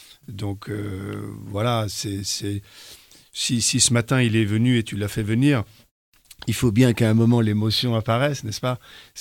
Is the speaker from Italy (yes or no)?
yes; Calabria, Italy; Oui, c'est l'aîné parce que tu vois, on est des Calabrais.